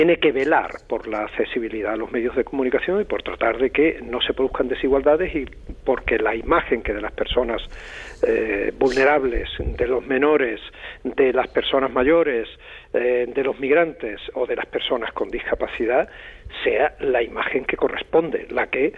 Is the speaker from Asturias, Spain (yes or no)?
no; Málaga, Andalusia, Spain; como decimos en Málaga, en mi tierra?